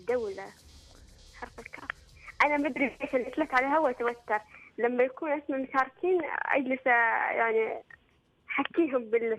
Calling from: Mecca, Makkah Province, Saudi Arabia

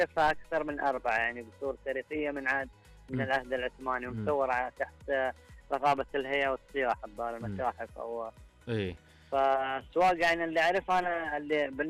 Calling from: Medina, Al Madinah Province, Saudi Arabia; أكلمكم من ضواحي المدينة أكيد.

